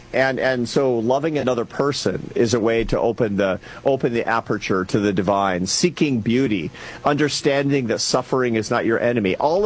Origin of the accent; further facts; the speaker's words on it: United States; I'm an American